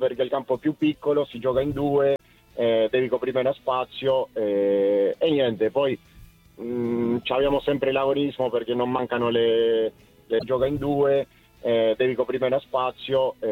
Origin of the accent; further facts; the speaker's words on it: Argentina; now in Italy; Io da argentino